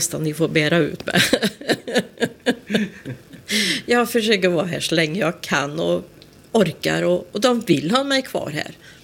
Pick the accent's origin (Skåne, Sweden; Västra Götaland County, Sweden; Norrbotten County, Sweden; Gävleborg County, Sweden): Västra Götaland County, Sweden; Skållerud; jag är faktiskt uppvuxen ute i Skållerud. Så det här är ju bara ett stenkast härifrån. Och jag är en pensionär från 1 maj i fjol.